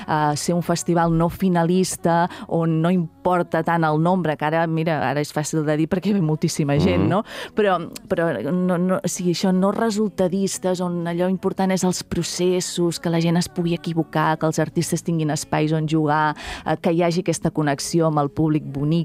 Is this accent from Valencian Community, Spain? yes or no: no; Calella, Catalonia, Spain; moved away; Jo soc una persona de Calella, sabeu, molt vinculada a l'àmbit de la cultura popular, a l'associacionisme